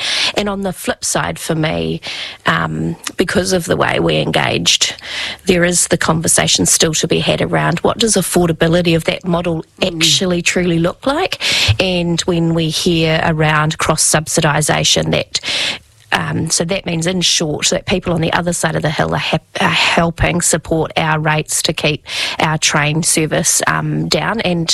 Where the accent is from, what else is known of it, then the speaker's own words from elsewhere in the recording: Wellington, New Zealand; same as you, Wairarapa proud. I love that I come from Wairarapa.